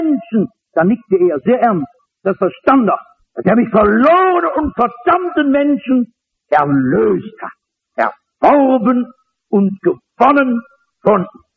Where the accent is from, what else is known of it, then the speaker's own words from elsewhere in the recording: North Rhine-Westphalia, Germany; Bei uns im Ruhrgebiet gibt es ja tolle Industriekapitäne.